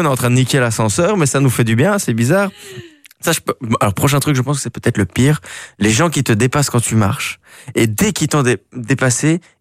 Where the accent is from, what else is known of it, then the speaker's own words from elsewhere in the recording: Belgium; je suis belge, quoi.